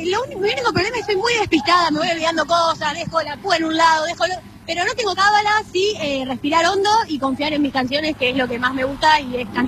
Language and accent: Spanish; Villa Constitución, Santa Fe, Argentina; moved away as an adult; also born or lived in Rosario; now in Buenos Aires, Argentina; yo soy de, bueno, nací en Rosario, pero siempre viví en Villa Constitución, que es un pueblo al lado de Rosario. Y a los 19 me vine a vivir a Rosario, duré un día porque llegó la pandemia, así que directamente como que decidí irme a Buenos Aires